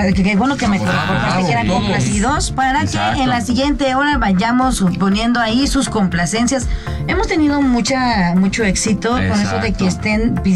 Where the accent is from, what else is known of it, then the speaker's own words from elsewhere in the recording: Mexico; Escuchar como mexicanos al grito de guerra.